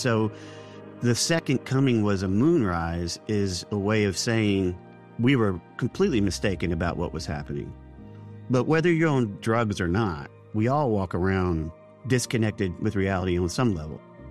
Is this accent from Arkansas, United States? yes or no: yes; Arkansas, United States; I'm from Arkansas. I have family that still are in this.